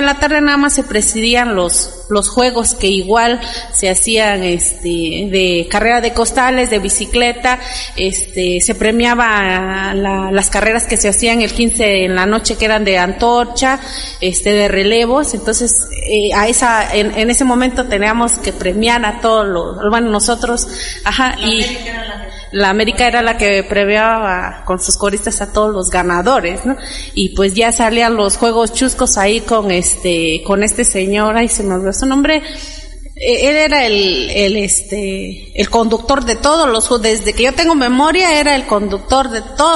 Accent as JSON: {"language": "Spanish", "country": "Mexico"}